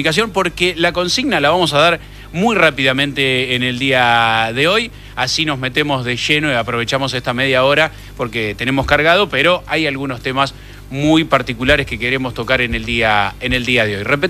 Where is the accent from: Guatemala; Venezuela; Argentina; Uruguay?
Argentina; Las Toscas, Santa Fe; moved away; yo voy a ir a mi pueblo, a Las Toscas